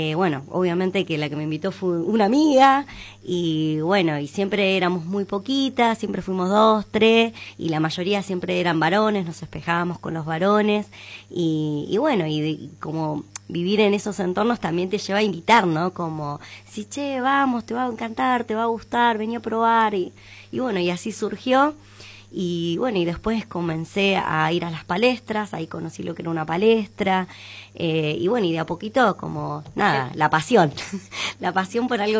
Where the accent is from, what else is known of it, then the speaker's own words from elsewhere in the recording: Patagonia, Argentina; also born or lived in Entre Ríos; Yo la verdad es que solamente nací en Entre Ríos. Mi familia desde los 8 meses me trajeron a vivir a esta hermosa Patagonia, al sur, al mar. Y bueno, y me crié acá.